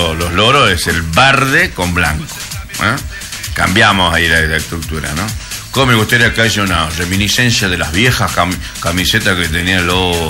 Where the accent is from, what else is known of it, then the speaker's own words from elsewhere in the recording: Campo Santo, Salta, Argentina; born there; now in Salta, Argentina; No, desde que nací, prácticamente yo nací ahí, a media cuadra de la cancha.